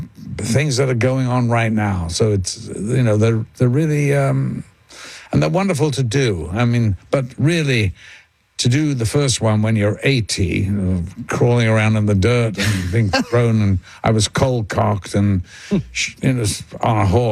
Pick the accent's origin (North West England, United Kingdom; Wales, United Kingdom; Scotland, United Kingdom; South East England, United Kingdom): North West England, United Kingdom; Liverpool; I'm from Liverpool.